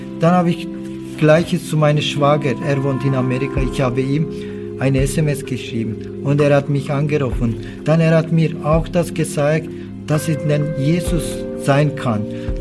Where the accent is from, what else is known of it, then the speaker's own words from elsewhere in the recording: Turkey; German is a second language; moved away as an adult; now in Switzerland; Ich bin aus der Türkei, ich bin in der Türkei aufgewachsen.